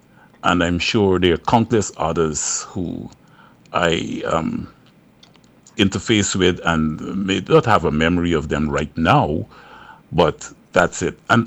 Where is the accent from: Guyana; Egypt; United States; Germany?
Guyana; Bartica, Cuyuni-Mazaruni; born there; I was born, yes. I was born in Bartico.